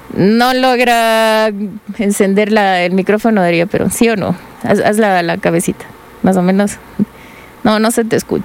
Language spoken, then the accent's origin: Spanish; Ecuador; como buenos ecuatorianos que somos